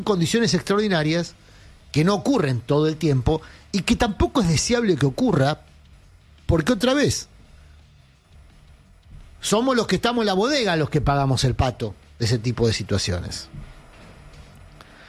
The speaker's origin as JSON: {"language": "Spanish", "country": "Argentina", "said": "me tocó vivir y narrar como periodista y como ciudadano argentino"}